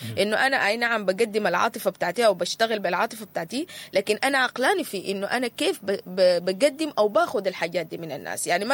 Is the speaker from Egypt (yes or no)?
no; Sudan; احنا كسودانيين, انا هقول كسودانيين